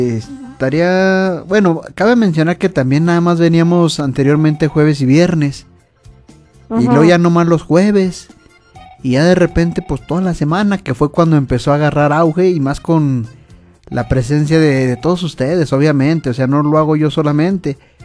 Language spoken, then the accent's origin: Spanish; Mexico; los mexicanos somos bárbaros